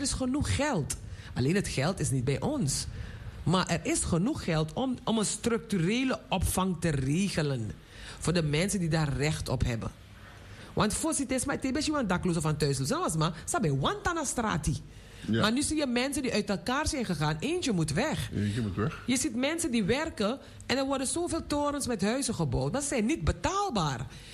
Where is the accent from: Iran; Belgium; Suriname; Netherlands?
Suriname; Want wij zijn ook uit Suriname gekomen.